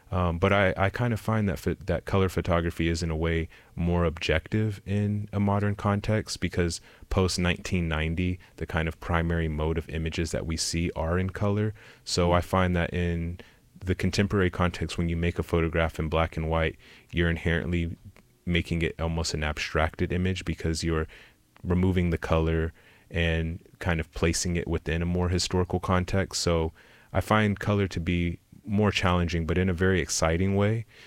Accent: Oklahoma, United States; also born or lived in Austin, Texas; Yeah, so I was born here in Austin, and in the third grade, I moved to Oklahoma, which is where my mother's family is from.

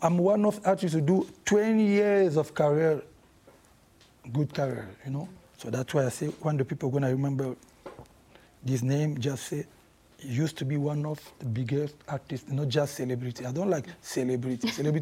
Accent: DR Congo; English is a second language; I'm from Congo. We're supposed to talk for this situation in Congo, but all Africa.

